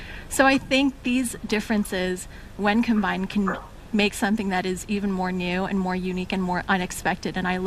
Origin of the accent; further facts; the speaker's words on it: Canada; also born or lived in United States; now in China; growing up in between cultures, growing up in Canada and studying in the US